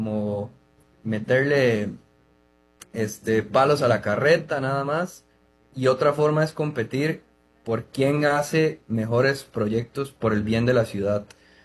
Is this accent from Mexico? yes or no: no; Costa Rica; como costarricenses en política